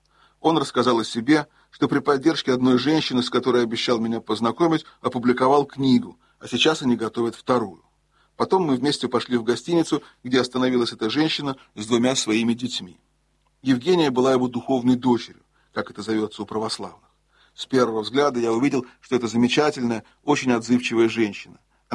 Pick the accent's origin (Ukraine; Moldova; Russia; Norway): Norway; Монах из Греции, я из Норвегии.